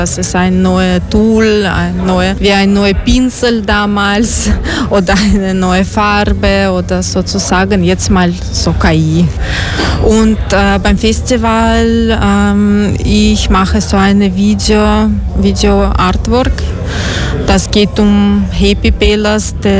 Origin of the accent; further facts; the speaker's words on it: Russia; German is a second language; moved away; Ursprünglich komme ich aus Russland.